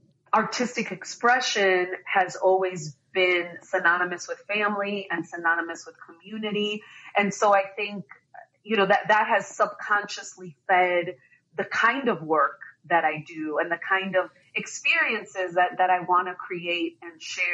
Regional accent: Chicago, Illinois, United States; I did. So I was born and raised in Chicago. My parents came here in 65.

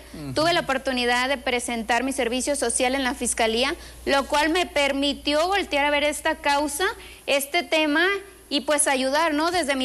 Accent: Apatzingán, Michoacán, Mexico; moved away as an adult; now in Morelia, Mexico; Yo vengo de Apatzingán, representando el municipio de Tierra Caliente.

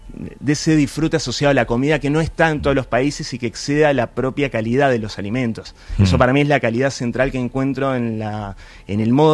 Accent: Montebelluna, Veneto, Italy

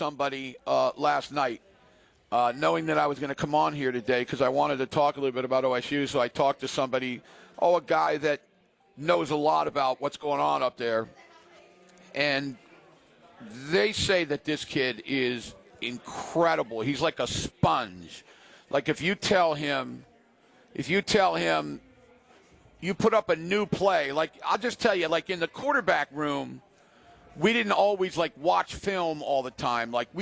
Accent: Maryland, United States; moved away; I'm from Maryland.

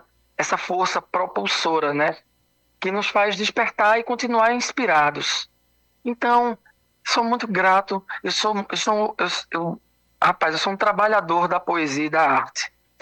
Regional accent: Altinho, Pernambuco, Brazil; born or raised there

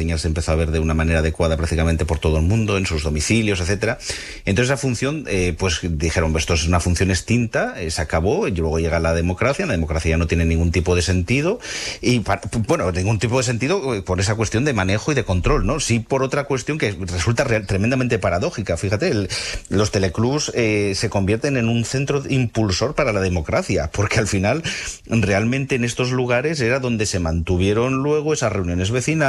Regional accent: Spain

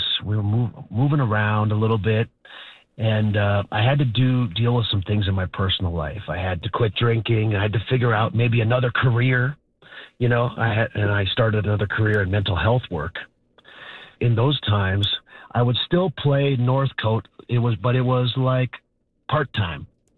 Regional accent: Carlisle, Saskatchewan, Canada; I was raised in Carlisle, Saskatchewan. And my parents, we had such a good upbringing, and a lot of it was, you know, rooted in Christian Bible study and that kind of thing.

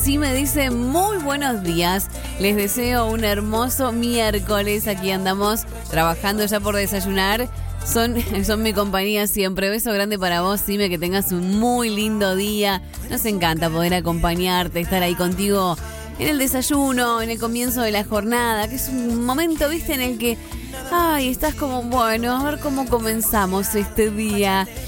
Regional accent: Colonia, Uruguay; Somos de Colonia, todos los días, de Colonia Departamento, todos los días con Disney a todo volumen.

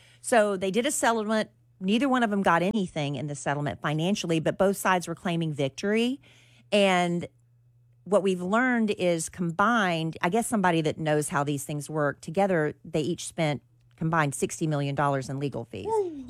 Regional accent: South Carolina, United States; I'm from South Carolina, even though they are based in North Carolina.

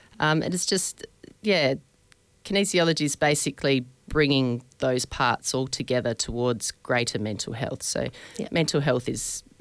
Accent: Australia; moved away as an adult; also born or lived in Amsterdam; now in Margaret River, Australia; So, I moved back to Australia. I was raised in Australia and spent some years in Europe. But yeah, been here 19 years

